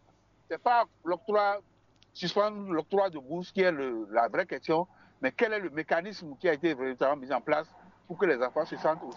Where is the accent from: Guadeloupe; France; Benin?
Benin; Regardez, même quand je reviens rapidement chez moi, au Bénin